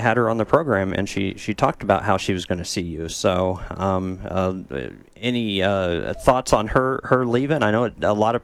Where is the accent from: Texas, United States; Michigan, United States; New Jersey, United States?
Texas, United States; Dallas-Fort Worth; now in Columbia, United States; I come from Dallas-Fort Worth, obviously. That's where I started my career.